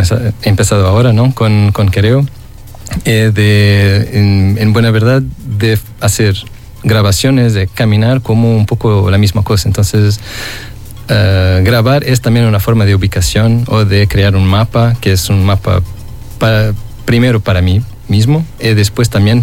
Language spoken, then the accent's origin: Spanish; Lisbon, Portugal; born there; Spanish is a second language; moved away; Yo soy muy, por lo mismo, muy atlántico. Vengo de nací en Lisboa, entonces el océano es, por lo mismo, muy cerca, claro. Muy presente.